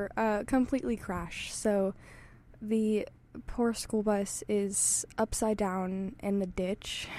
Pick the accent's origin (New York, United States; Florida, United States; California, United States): Florida, United States; born there; now in Morgantown, West Virginia, United States; my home state, Florida